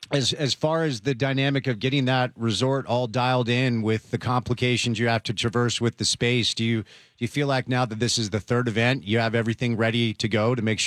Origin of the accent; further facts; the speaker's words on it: Northeast, United States; now in Utah, United States; I grew up in the Northeast. I've lived here forever. I'm basically a local now, and I was born here.